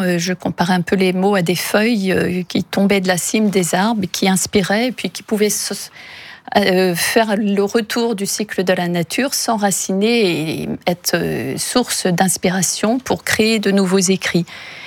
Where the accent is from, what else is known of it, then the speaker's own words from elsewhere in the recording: Paimpol, Brittany, France; born there; Je suis née à Paimpol.